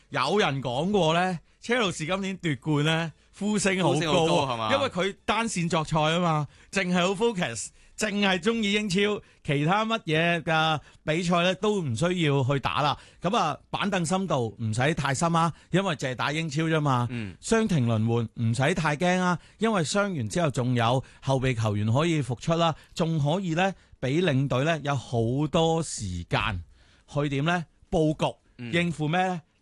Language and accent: Cantonese; Hong Kong; 我哋香港人嚟噶